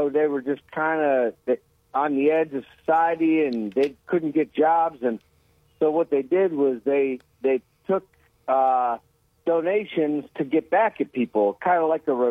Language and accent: English; United States; born and raised here in the good old USA.